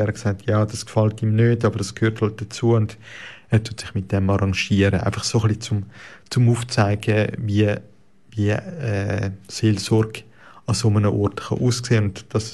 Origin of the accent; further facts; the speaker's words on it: Switzerland; egal jetzt bei uns in der Schweiz oder eben in Paraguay im Chaco.